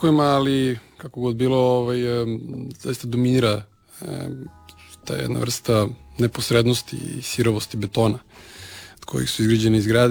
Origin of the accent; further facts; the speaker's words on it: Novi Sad, Vojvodina, Serbia; born there; iako jesam rođen u Srbiji, neko koji pripadam, iako sam rođen u Novom Sadu zapravo